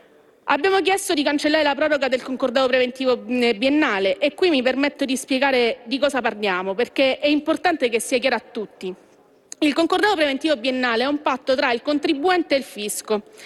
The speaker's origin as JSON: {"language": "Italian", "town": "Messina", "region": "Sicily", "country": "Italy", "said": "Perché io vengo dalla Sicilia, vengo da Messina."}